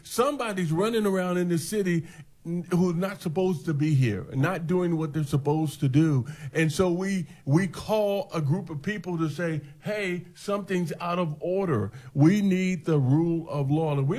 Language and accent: English; Washington, District of Columbia, United States; moved away; I grew up in Washington, D.C.